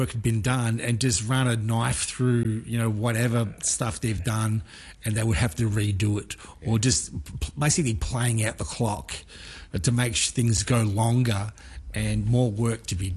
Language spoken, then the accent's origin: English; Melbourne, Victoria, Australia; born there; I can't answer that on the grounds that I was born in Melbourne.